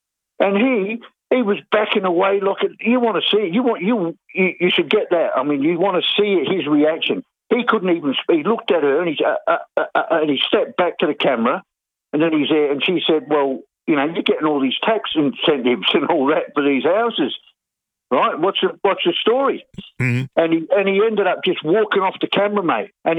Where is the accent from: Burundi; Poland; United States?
Burundi; now in South Africa; And I've just opened up a shop. I come from Burundi. And I thought my family would be here.